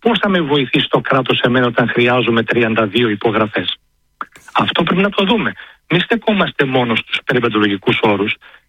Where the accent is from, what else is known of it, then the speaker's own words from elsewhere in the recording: Avdella, Western Macedonia, Greece; Λέω, επειδή η καταγωγή μου είναι από την Αβδέλα, το καλοκαίρι το 15 Αύγουστο, όταν η Αθήνα έχει 42 βαθμούς, στα χωριά επάνω έχει 12 με 13 βαθμούς.